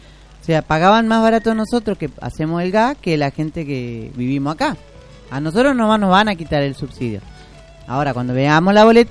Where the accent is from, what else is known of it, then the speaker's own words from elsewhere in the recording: Argentina; Y yo era como buena argentina.